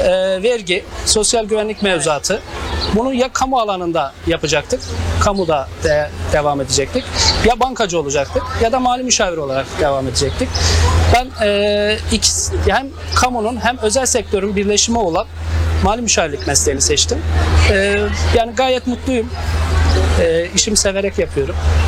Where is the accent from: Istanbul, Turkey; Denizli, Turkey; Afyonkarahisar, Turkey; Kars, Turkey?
Kars, Turkey; born there; also born or lived in İzmir; now in Aydın, Turkey; 10 Ekim 1991 Kars doğumluyum.